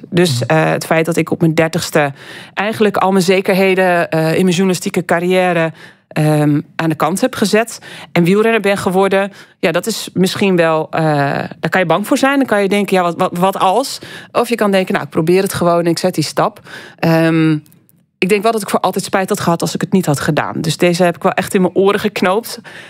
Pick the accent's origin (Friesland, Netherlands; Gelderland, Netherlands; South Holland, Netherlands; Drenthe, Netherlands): Drenthe, Netherlands; accent: Drents; ouders samen Drents. Maar zo gauw ze dan tegen ons praten, dan gingen ze over in het Nederlands. En wij spraken Nederlands met elkaar.